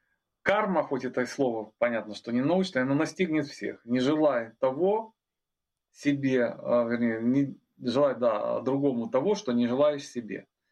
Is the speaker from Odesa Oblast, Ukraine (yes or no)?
no; Kyiv, Ukraine; это я вам как киевлянин могу сказать